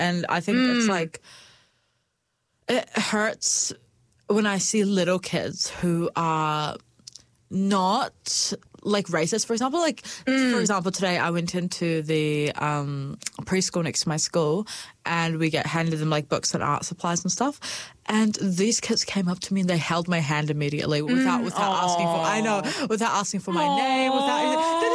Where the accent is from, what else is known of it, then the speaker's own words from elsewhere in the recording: New Zealand; accent: Kiwi; first language English; my accent is pretty Kiwi to some extent. Mm-hmm. And a lot of people would look at me and expect that it's not because, for example, I'm a hijabi. Like, that's probably my second language. Bro, unfortunately, English